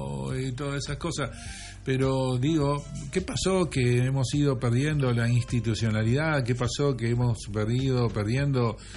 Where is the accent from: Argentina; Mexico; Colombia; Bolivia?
Argentina; me siento más argentino que nunca.